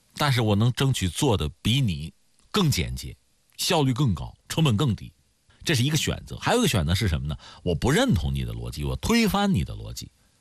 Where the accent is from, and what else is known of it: China